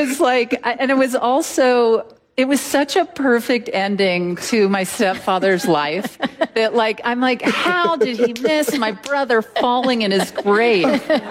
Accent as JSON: {"language": "English", "region": "Mississippi", "country": "United States", "tie": "born or raised there", "moved": "yes", "said": "When my stepfather passed away, we were burying him in Mississippi, in my hometown"}